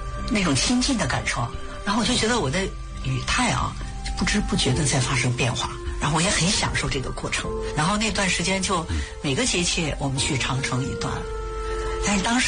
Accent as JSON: {"language": "Chinese", "town": "Harbin", "region": "Heilongjiang", "country": "China", "said": "我作为一个哈尔滨人，作为媒体人"}